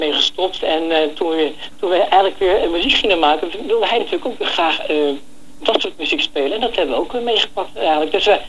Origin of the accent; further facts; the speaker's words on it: Leiden, South Holland, Netherlands; Ik ben geboren in Leiden. Bezocht daar de technische school